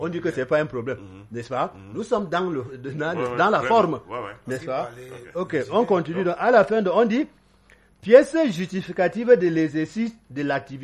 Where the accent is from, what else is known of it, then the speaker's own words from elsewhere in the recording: West, Cameroon; now in Yaoundé, Cameroon; Moi, je suis de l'Ouest. N'est-ce pas?